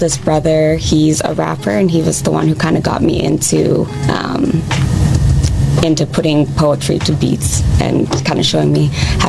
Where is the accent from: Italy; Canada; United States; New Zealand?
Canada; Calgary, Alberta; I'm from Calgary, Alberta, Canada.